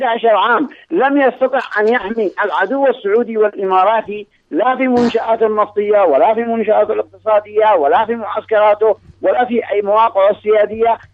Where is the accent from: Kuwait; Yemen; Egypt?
Yemen; نحن كيمنيين